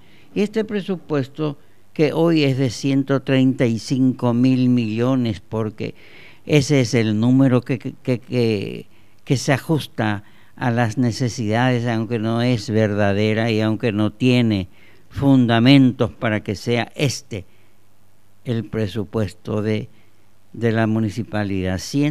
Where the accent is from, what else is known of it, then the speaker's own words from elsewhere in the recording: Fernando de la Mora, Central, Paraguay; yo soy también de Fernando.